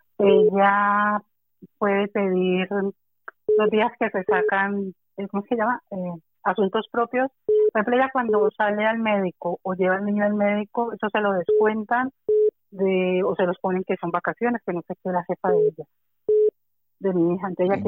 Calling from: Alcorcón, Community of Madrid, Spain; Alcorcón.

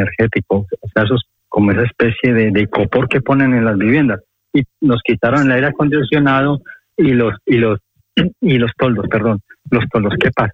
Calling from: Madrid, Community of Madrid, Spain; Llamo aquí de Madrid.

